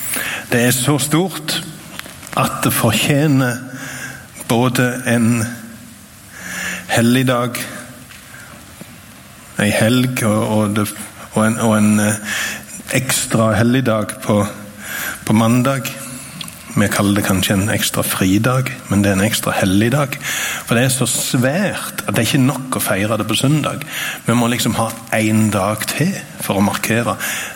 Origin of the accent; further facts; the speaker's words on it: Sokndal, Rogaland, Norway; now in Nærbø, Norway; jeg kommer fra Sokndal. Jeg bor på Nærbø, der jeg har vært lærer på Trygghjem noen år.